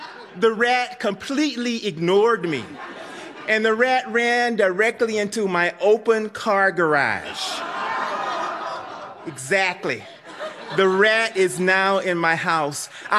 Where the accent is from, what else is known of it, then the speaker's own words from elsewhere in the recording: Texas, United States; now in Boston, United States; I'm originally from Texas. I've been in Boston for a long time.